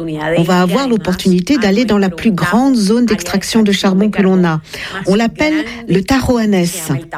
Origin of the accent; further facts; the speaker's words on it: La Guajira, Colombia; Et en plus, je viens d'ici, de la Guajira.